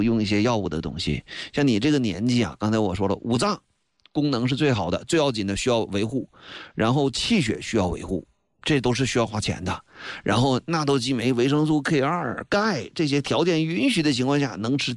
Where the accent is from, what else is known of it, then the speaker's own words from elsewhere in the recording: China; 我们中国人